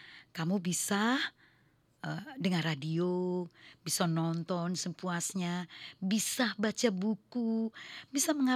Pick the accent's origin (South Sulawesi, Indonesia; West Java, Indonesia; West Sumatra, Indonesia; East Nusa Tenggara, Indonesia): South Sulawesi, Indonesia; kita orang Bugis nih